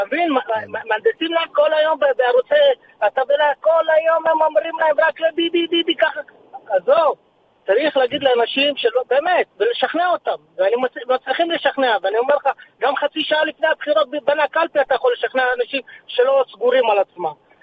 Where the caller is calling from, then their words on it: Shlomi, Northern District, Israel; אני משלומי